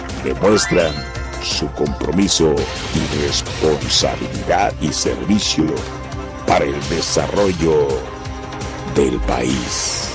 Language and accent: Spanish; Mexico